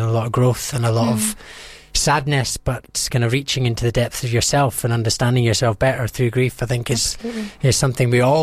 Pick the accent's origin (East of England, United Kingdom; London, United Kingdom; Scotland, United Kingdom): Scotland, United Kingdom